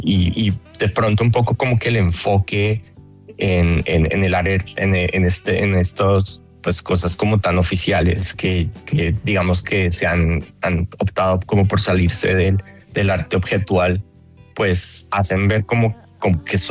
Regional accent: Colombia; moved away as an adult; now in United States

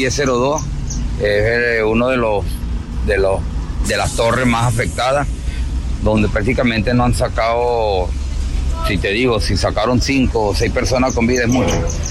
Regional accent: San Rafael de Onoto, Portuguesa, Venezuela; yo vengo de San Rafael de Onoto, estado Portuguesa, a tratar de rescatar al cuerpo de mi hermano

